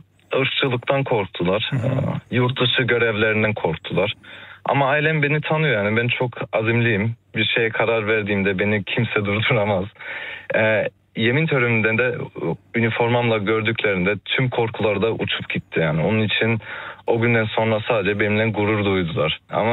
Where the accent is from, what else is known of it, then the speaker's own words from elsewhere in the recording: Berlin, Germany; Çocukluğumu anneannemin yanında geçirdim. Çünkü annem babam hep yani çalışıyordular. Kreuzberg'de 3 odalı bir evde bazen 8 kişi yaşadık.